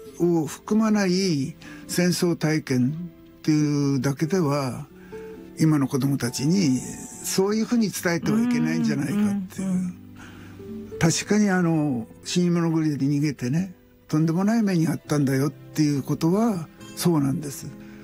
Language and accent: Japanese; Yamagata, Japan; 僕は小さい時に山形県で育ったんですが、シベリアからね、僕の町に3人を帰ってきたんですよね。